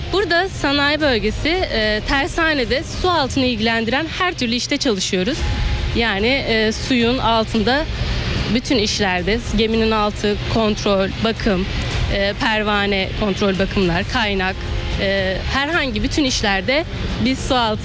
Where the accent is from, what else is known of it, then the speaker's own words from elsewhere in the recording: Çırıklı, Kars, Turkey; Ben Karsusuz Çırıklı Köyü'nde doğdum. Köyde hiç kimsenin evinde bir akan çeşme yok. Ondan sebep bizler su taşıyorduk eve.